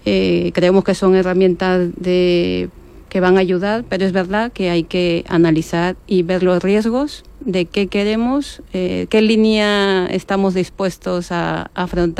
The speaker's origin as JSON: {"language": "Spanish", "region": "Lima", "country": "Peru", "moved": "yes", "lives_now": "Spain", "said": "mi rincón favorito es mi ciudad de origen, Lima, que me hace recordar que cada vez que vuelvo, mis raíces"}